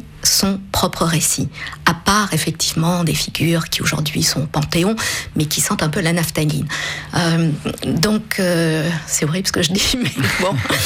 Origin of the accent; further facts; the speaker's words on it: Varese, Lombardy, Italy; born there; je suis née en Italie à Varèse. Mon père était fonctionnaire à l'Euratom à Varèse.